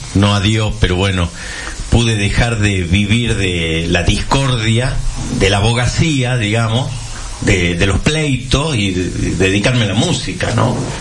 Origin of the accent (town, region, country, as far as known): Argentina